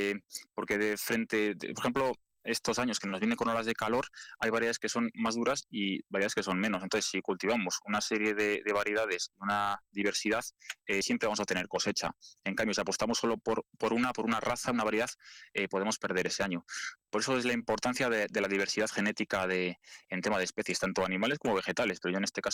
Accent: Villalcázar de Sirga, Castile and León, Spain; tengo 28 años y bueno, mi pueblo es Villalcázar de Sirga, que está en Tierra de Campos de Palencia.

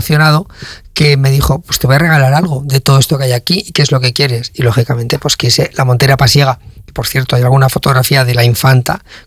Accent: Palazuelos de la Sierra, Castile and León, Spain; en mi pueblo en Palazuelos

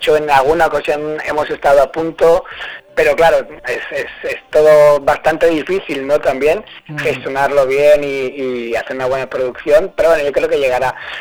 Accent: Catalonia, Spain; Sí. Además somos de la Costa Brava.

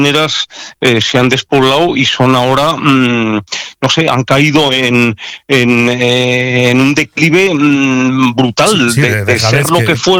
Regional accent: Castile, Spain; tú y yo que somos castellanos

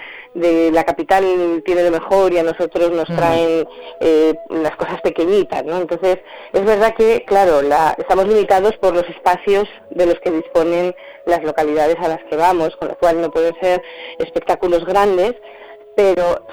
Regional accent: Zamora, Castile and León, Spain; also born or lived in Madrid; como zamorana, tener la posibilidad de tener un festival en mi casa, en mi tierra, en mi ciudad

